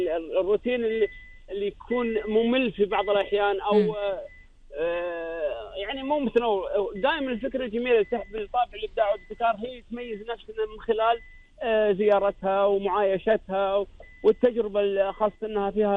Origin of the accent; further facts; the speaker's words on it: Kuwait; أنا صراحة ما أفتخر بالأمر أني أنا كويتي سويت كذا كذا،